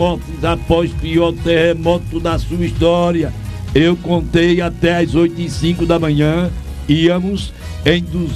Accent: Toritama, Pernambuco, Brazil; Eu vim lá de Toritama, terra do Ouro Azul, uma cidade que a gente recuperou ela.

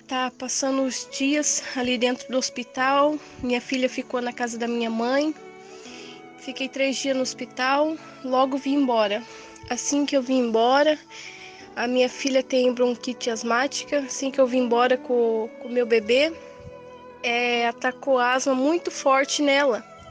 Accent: Itapoá, Santa Catarina, Brazil; sou aqui de Itapuá, Santa Catarina.

